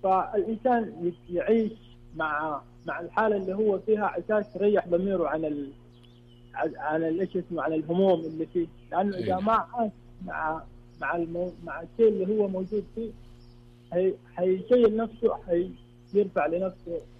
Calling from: Mecca, Makkah Province, Saudi Arabia

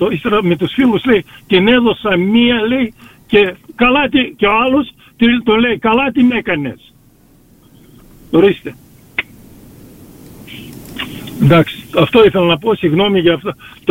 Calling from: Australia

